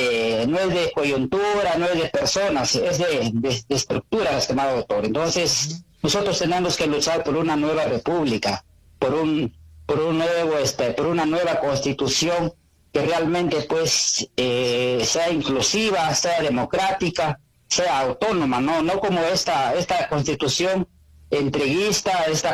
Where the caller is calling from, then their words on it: Lambayeque, Peru; estoy llamando de la región de Lambayeque.